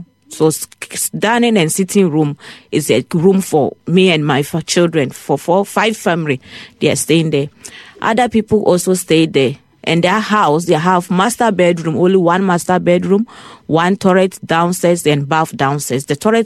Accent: Ghana; moved away as an adult; now in Ireland; I come from Ghana.

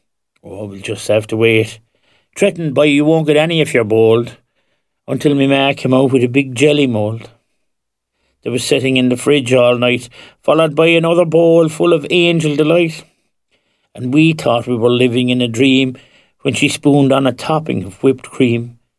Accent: Ireland; Growing up in Ireland in the 70s

